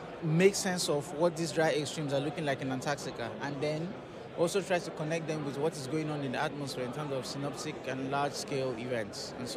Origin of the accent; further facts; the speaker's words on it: Nigeria; now in Hobart, Australia; I'm Nigerian. I am with the University of Tasmania. I work at the Institute of Marine and Antarctic Studies, IMAS. I actually just arrived in Hobart about a week ago to start the second year of my PhD.